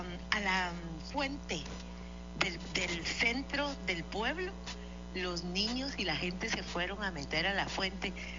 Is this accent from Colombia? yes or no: no; Guatemala; moved away as an adult; Eso quiere decir que yo salí de Guatemala hasta ser grande.